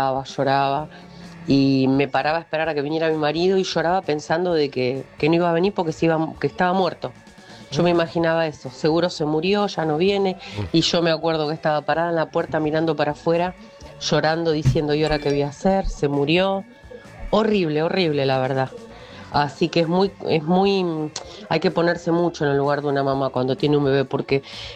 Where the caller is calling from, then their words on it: Ranelagh, Buenos Aires Province, Argentina; les mando un beso grande, los escucho todos los días. … de Ranela.